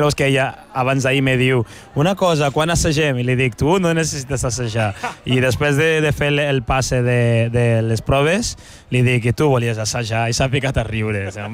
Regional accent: Lleida, Catalonia, Spain; som de Lleida i els de Lleida fem el que volem

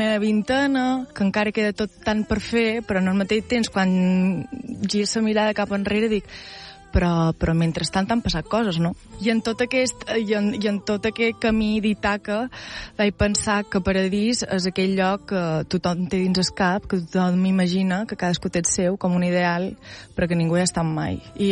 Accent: Valldemossa, Balearic Islands, Spain; Sí, som de Vall de Mossa, oh, Vall de Mossa, no sé què, no sé quantes.

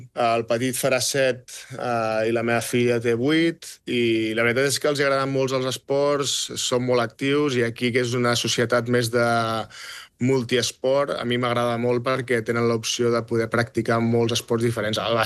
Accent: Badalona, Catalonia, Spain; moved away as an adult; now in New York, United States; els meus fills han nascut aquí, soc de Badalona i català

